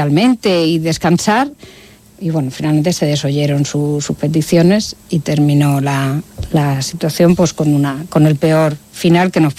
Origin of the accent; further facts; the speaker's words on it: Alicante, Valencian Community, Spain; de la inspección de trabajo de Alicante, que es de donde yo vengo